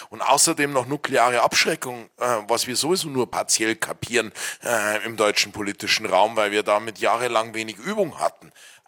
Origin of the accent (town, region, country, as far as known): Germany